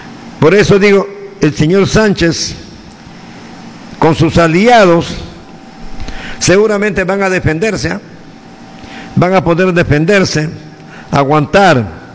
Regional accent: Peru

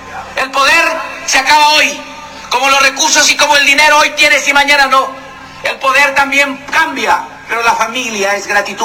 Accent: Soritor, San Martín, Peru; mi pueblo de Soritor, aquel que me dio la oportunidad de ser alcalde

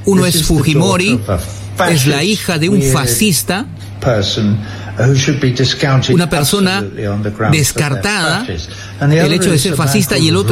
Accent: England, United Kingdom; Spanish is a second language; now in Barbados; Soy un inglés, ¿vale? Vivo en Barbados. Sí, lo soy.

